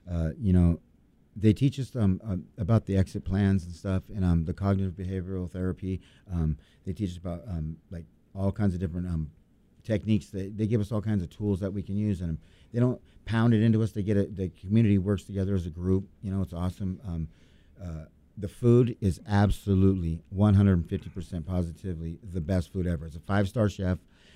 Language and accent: English; Lake Havasu City, Arizona, United States; I'm from Lake Havasu.